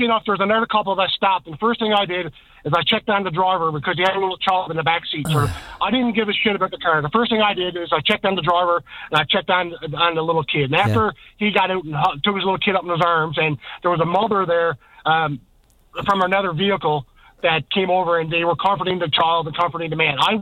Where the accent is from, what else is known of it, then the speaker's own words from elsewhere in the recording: Newfoundland and Labrador, Canada; and when they found out we're from Newfoundland, they kept saying how nice and how polite to people from Newfoundland and Labrador.